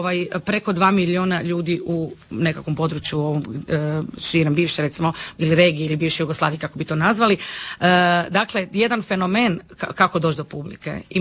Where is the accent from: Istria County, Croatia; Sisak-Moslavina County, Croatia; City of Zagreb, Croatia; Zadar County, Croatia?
Istria County, Croatia; Pula; Ja sam odrasla u Puli uz pulski vatromet i nama je vatromet bio jedino što je, što je važno.